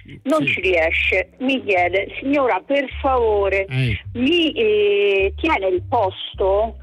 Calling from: Rome, Lazio, Italy; sono di Roma

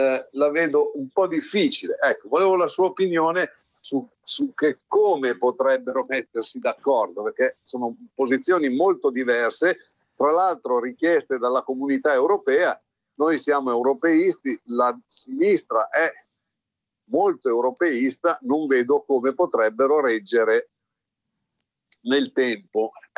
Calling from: Legnano, Lombardy, Italy; telefono da Valdobbiadene in provincia di Treviso, ma sono di Legnano, ora sono in vacanza.

